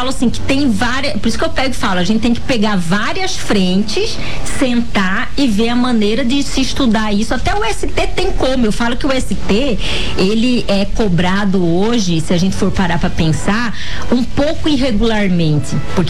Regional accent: Corumbá, Mato Grosso do Sul, Brazil; born there; eu sou corumbaense

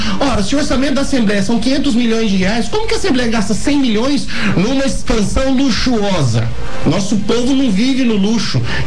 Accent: Campo Grande, Mato Grosso do Sul, Brazil; born there; Eu sou campograndense, nasci em Campo Grande

